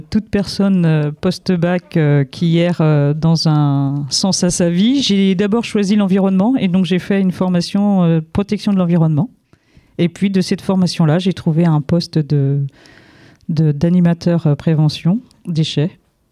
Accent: Pays de la Loire, France; moved away as an adult; now in Laval, France; Moi, je suis de Loire-Atlantique et je comptais pas quitter ma Loire-Atlantique.

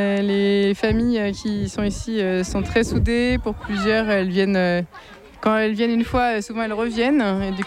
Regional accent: Rennes, Brittany, France; now in Versailles, France; Moi, je viens de Versailles et … Moi, je suis rennaise à la base

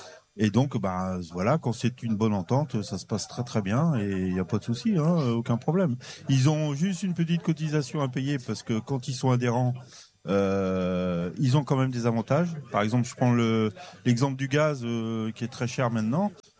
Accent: Brittany, France; Sauf que, je suis breton, moi. Hein, j'ai un sale caractère.

